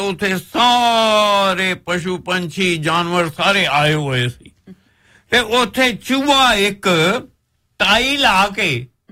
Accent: Ludhiana, Punjab, India; ਮੇਰਾ ਬਚਪਨ ਜੀ ਲੁਧਿਆਣੇ ਬੀਤਿਆ ਸੀ ਤੇ ਮੇਰੀਆਂ 6 ਭੈਣਾਂ ਨੇ ਤੇ ਅਸੀਂ 3 ਭਰਾ ਸੀ। ਸਾਰੇ ਇੱਕੋ ਵਿਹੜੇ ਵਿੱਚ ਰੌਣਕਾਂ ਲੱਗੀਆਂ ਹੁੰਦੀਆਂ ਸੀ।

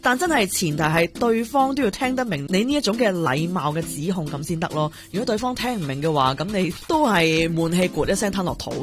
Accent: Hong Kong

